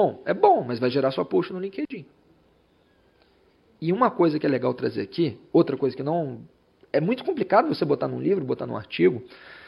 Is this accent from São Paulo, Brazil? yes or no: no; Rio de Janeiro, Brazil; é um debate ao qual eu prefiro nem entrar enquanto fluminense, porque os estados.